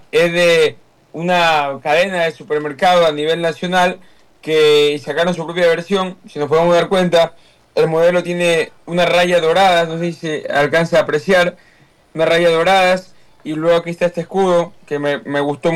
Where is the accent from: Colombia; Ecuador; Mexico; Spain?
Ecuador; Portoviejo, Manabí; yo soy de Puerto Viejo, no vi ningún partido en Puerto Viejo.